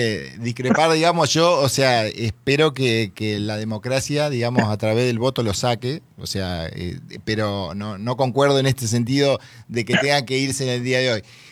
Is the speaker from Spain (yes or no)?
no; Viale, Entre Ríos, Argentina; yo soy de Viale